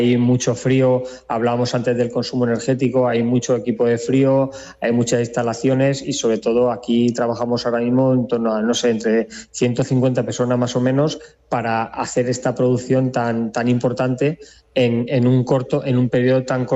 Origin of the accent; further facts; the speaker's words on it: Tobarra, Castilla-La Mancha, Spain; now in Tomelloso, Spain; Yo soy de Albacete, soy de Tobarra, pero estoy viviendo ahora en Tomelloso